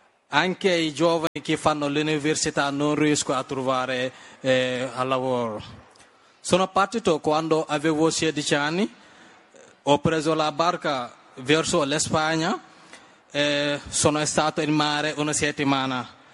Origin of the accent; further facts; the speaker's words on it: Louga, Senegal; also born or lived in Ngansar; now in Italy; Sono nato in un piccolo villaggio che si chiama Ngansar, ma sono cresciuto a Louga.